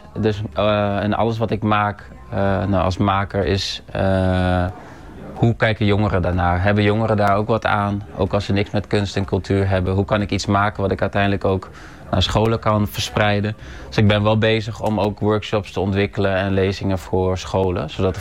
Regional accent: Netherlands; Ik kom zelf uit Oud-Bekela en er komt een deel van mijn familie, van mijn vaderskant, komt daar ook vandaan. Mijn moeder komt uit Suriname.

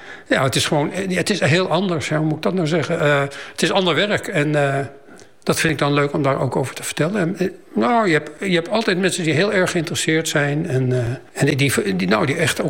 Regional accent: Amsterdam, North Holland, Netherlands; now in Friesland, Netherlands; Je kan als Amsterdammer gewoon niet voorstellen dat hier niet binnenkort een flatgebouw komt

